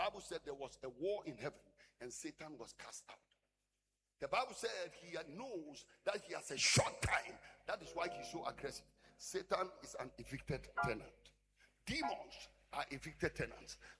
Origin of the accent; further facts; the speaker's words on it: Upper East, Ghana; When you say, I come from Upper East region, or I'm going to Upper East region, they say, hey! Who cover them?